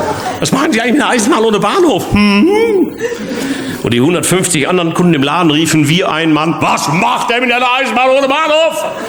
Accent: Bochum, North Rhine-Westphalia, Germany; Ich komme aus Bochum

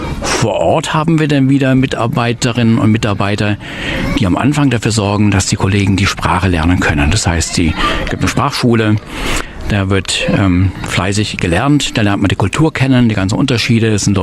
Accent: Germany; also born or lived in Cambodia; wir als Deutsche

